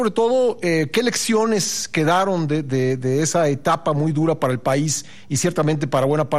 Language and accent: Spanish; Mexico; nos afectó mucho a los mexicanos